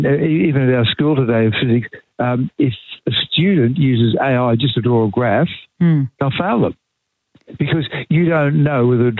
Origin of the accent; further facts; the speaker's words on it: Wollongong, New South Wales, Australia; I was able to speak a bunch of languages when I was a kid. Right. And that was growing up in Wollongong.